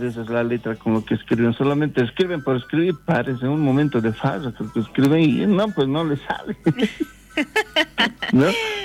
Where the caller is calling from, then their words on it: Oruro, Bolivia; tantos grupos orureños, buenos grupos tenemos acá